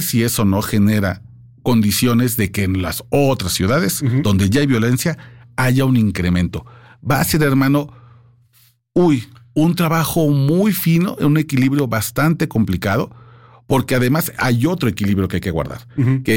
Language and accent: Spanish; Mexico City, Mexico; Sí, como chilangos, la uh-huh. verdad es que ya conocemos bien.